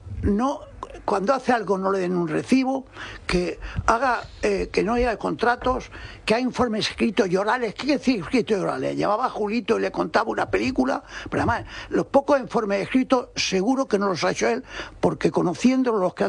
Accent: Spain; pero yo soy un español normal. Yo soy español normal

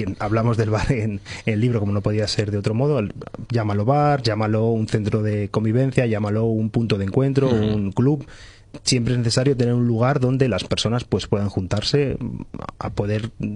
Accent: Babón, Spain; Por desgracia, en mi pueblo, en los años 90 se cerró la escuela. Yo fui uno de esos últimos chavales que fueron a la escuela en Babón

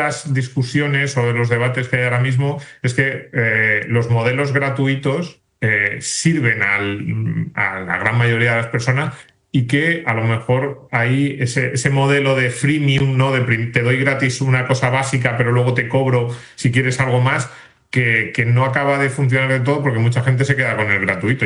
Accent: Asturias, Spain; Me voy a quedar aquí en mi pueblo en Asturias

